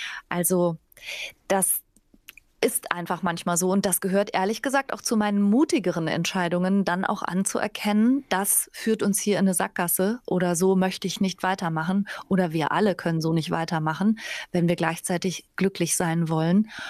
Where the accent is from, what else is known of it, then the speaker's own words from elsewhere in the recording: Bergisch Gladbach, North Rhine-Westphalia, Germany; Ich bin aus Bergisch Gladbach bei Köln.